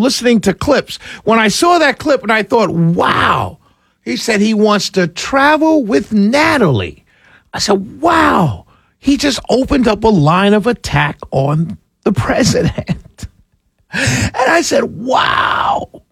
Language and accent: English; New York, United States; where I grew up in Harlem, New York, right?